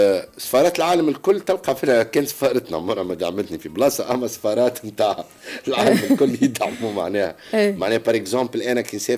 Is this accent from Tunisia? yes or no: yes; Tunisia; انا نشوف روحي زاد كمواطن تونسي وترافل فلوجر